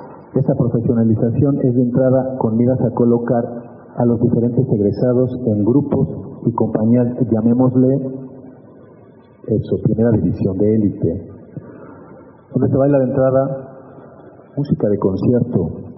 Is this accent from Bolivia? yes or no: no; Mexico